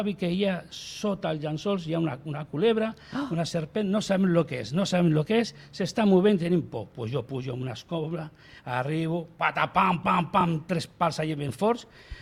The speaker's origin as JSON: {"language": "Catalan", "town": "Barcelona", "region": "Catalonia", "country": "Spain", "tie": "born or raised there", "said": "jo vaig néixer a l'Hospital Sant Pau"}